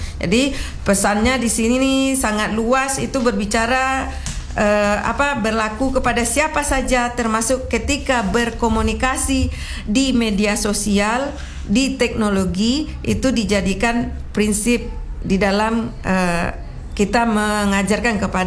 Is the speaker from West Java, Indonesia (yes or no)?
no; West Sumatra, Indonesia; now in Ternate, Indonesia; Termasuk kita orang Minang di perantauan, yang alhamdulillah kita hidup di Ternate